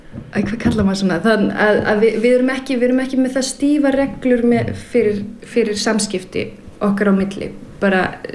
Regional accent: Denmark; now in Iceland; Nú er ég alin upp í Danmörku og það er það mjög mjög sjaldan að þú verður fyrir reiði í opinberu rými

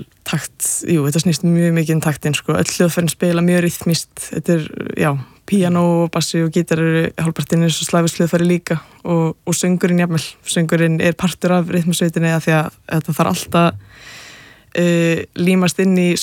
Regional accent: Capital Region, Iceland; Nei, ég er ættu að vestan ég úlst upp bara hérna bara á höfburgarsveðinu sko.

